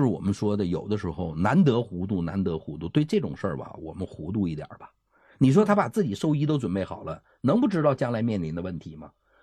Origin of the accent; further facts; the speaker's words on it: China; 其实我们中国人你知道吗，最忌讳的这个死字儿。